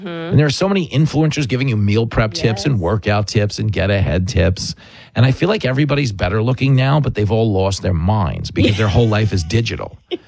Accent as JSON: {"language": "English", "town": "Levittown", "country": "United States", "tie": "born or raised there", "said": "Where I grew up in Levittown"}